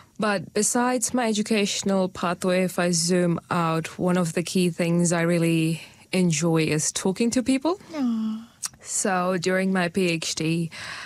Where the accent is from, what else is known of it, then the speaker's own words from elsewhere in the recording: Fiji; moved away as an adult; also born or lived in Dunedin, New Zealand; now in New Zealand; And I'm the fourth generation in my family to have been born and brought up in Fiji. My parents still live there. It's still home for me.